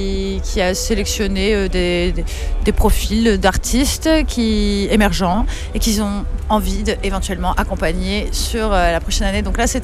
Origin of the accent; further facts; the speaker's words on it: Grasse, Provence-Alpes-Côte d'Azur, France; moved away as an adult; now in Paris, France; J'ai grandi là-bas. Maintenant, je suis à Paris. Parce qu'on n'a rien sans rien. Mais ouais, j'ai grandi dans le sud.